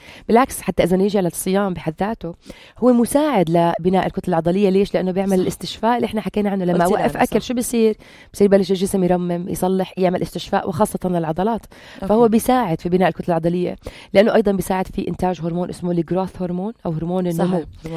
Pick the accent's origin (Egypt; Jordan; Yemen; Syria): Jordan; طلعت عالمية وأنا من الأردن مرشحة.